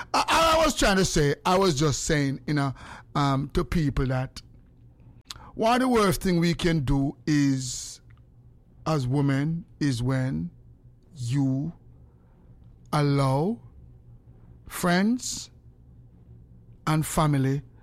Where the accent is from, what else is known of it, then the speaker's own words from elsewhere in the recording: Jamaica; Me never think we as Jamaican need no therapist.